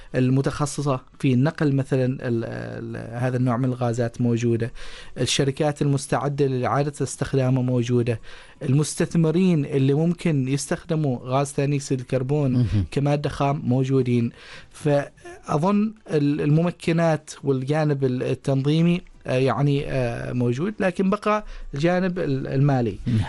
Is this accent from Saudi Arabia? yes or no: no; Oman; موجودة عندنا في سلطنة عمان